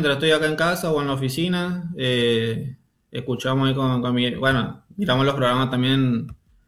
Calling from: Resistencia, Chaco, Argentina; Lo hago en Chaco Resistencia

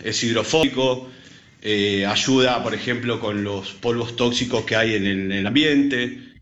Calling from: Wilde, Buenos Aires Province, Argentina

